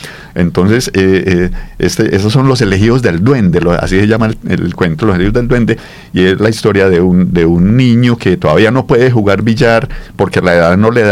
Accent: Abejorral, Antioquia, Colombia; now in La Ceja, Colombia; Sí, yo como yo soy migrante de Abejorral a La Ceja

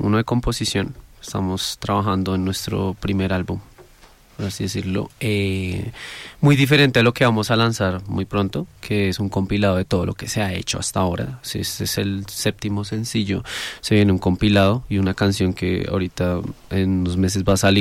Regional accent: Villapinzón, Cundinamarca, Colombia; yo soy de Villa Pinzón.

